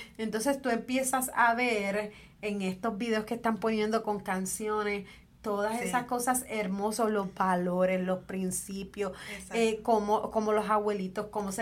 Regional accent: Puerto Rico; now in United States; por lo menos en Puerto Rico, de donde yo soy.

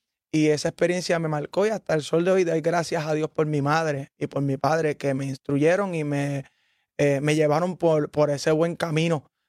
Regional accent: Ponce, Puerto Rico; y pues nacimos en Ponce. Somos de Ponce. Y pues por obra y gracia del Señor, estuvimos un tiempo viviendo en la playa en Ponce y luego en la urbanización Villa Arillasca.

